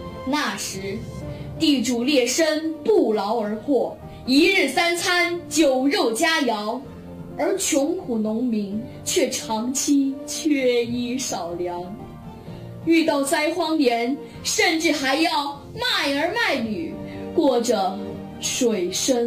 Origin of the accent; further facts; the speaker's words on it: Meishan, Sichuan, China; 我是眉山市青神县的